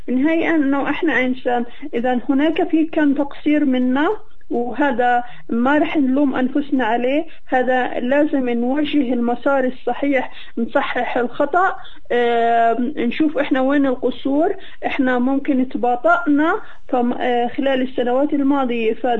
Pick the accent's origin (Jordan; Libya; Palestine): Palestine; فإحنا كواقعنا كفلسطينيين